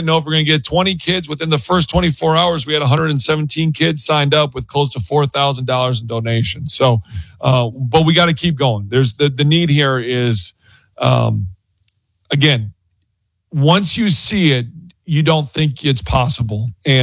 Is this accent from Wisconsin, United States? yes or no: yes; Wisconsin, United States